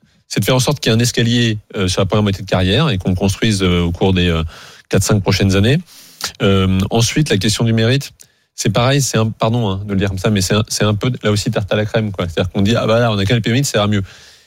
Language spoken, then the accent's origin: French; France; Moi, je suis un Français comme tout le monde, quoi.